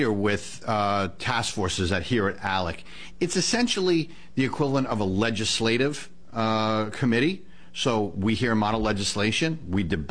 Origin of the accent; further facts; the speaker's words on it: Woonsocket, Rhode Island, United States; I am in the north part of Rhode Island. I represent my hometown city of Woonsocket, Rhode Island, and a small piece of North Smithfield.